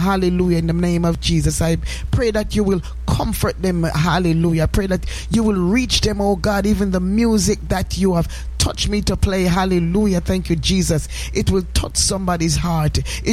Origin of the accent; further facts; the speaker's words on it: Spanish Town, Saint Catherine, Jamaica; Doreen and I grew up together in Spanish Town.